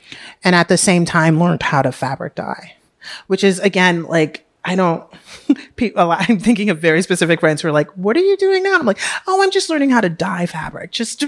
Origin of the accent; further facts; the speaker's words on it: New York City, New York, United States; I grew up in Harlem.